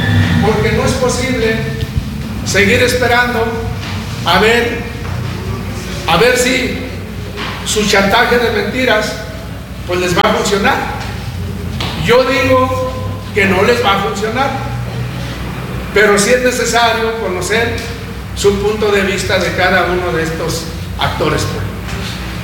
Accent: Zacatecas, Mexico; nosotros somos zacatecanos, somos parte del Estado y también somos mexicanos.

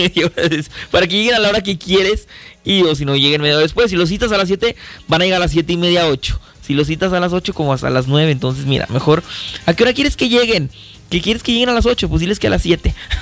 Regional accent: Mexico; Como gran mexicano que nos encanta llegar tarde a todos lados.

